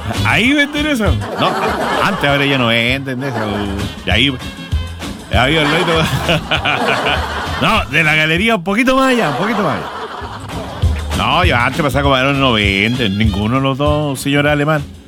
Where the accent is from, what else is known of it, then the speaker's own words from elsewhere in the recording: Concepción, Biobío, Chile; now in Santiago, Chile; Yo vengo de Concepción a vivir a la ciudad.